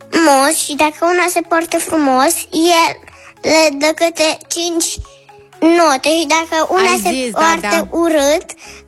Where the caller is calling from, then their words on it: Iași, Iași County, Romania; din Iași.